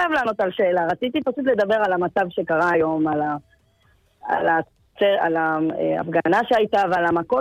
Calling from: Ashkelon, Southern District, Israel; מירושלים, אני מאשקלון.

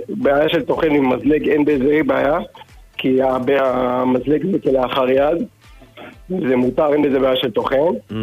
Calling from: Bnei Brak, Tel Aviv District, Israel; אנחנו מבני ברק.

